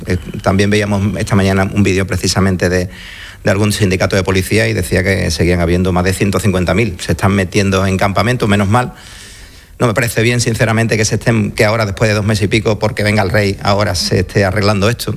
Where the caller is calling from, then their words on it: Ceuta, Spain; somos de Ceuta